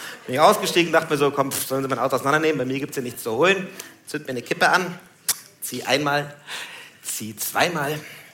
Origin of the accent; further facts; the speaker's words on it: Puchheim, Bavaria, Germany; Ich so, aus München, aus Puchheim.